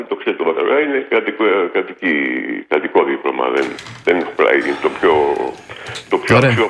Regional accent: France; κοιτάξτε, τον Μπακαλωριά το ξέρω καλύτερα από τον καθένα, γιατί μεγάλωσα στη Γαλλία.

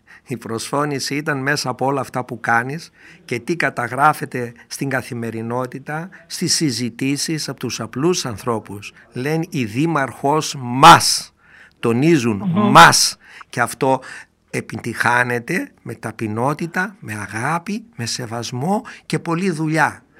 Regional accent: Doirani, Central Macedonia, Greece; είμαι από τη Δοϊράνη του νομού Κιλκής

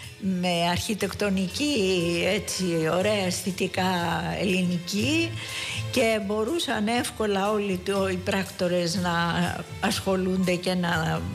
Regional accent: Greece; εμείς ως Έλληνες

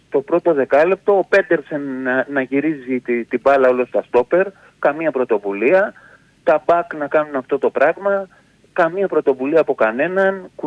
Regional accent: Pasalimani, Attica, Greece; από το Πασαλιμάνι.

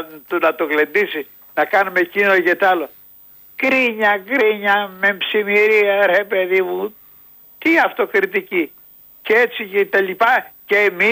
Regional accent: Greece; εμείς σαν Έλληνες γνήσιοι, έστω και τα γαρόβλαχοι ακόμη, γνήσιοι

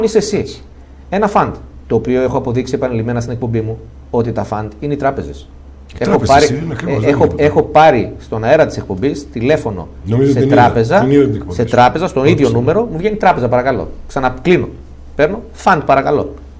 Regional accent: Greece; εγώ που είμαι Έλληνας.

